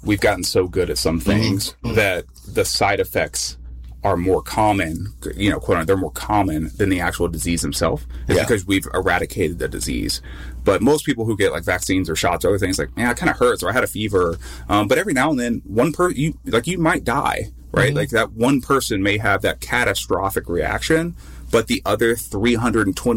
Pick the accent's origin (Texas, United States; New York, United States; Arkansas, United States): Arkansas, United States; You know, I'm from Arkansas. I think we already, like, Arkansans, in my opinion, are already like, I don't know.